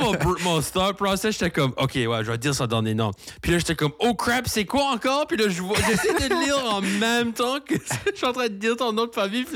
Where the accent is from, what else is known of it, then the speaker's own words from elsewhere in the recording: Acadia, Canada; je suis acadien through and through